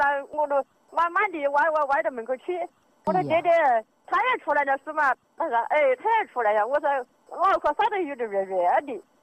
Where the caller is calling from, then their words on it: Huangpi, Hubei, China; 我是黄皮的，